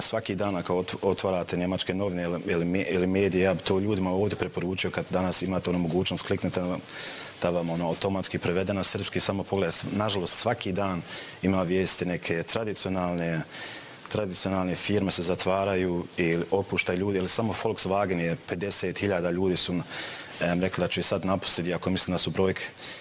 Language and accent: Croatian; Germany; moved away; ja sam rođen i odrastao u Njemačku